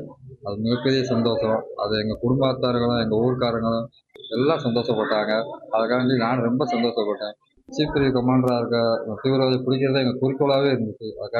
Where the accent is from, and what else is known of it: Kamayagoundanpatti, Tamil Nadu, India